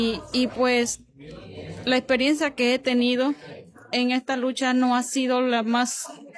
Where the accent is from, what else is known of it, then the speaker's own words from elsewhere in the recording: Quia, Ngäbe-Buglé, Panama; vengo de la comunidad de Quia, una comunidad directamente afectada por el proyecto hidroeléctrico de Barro Blanco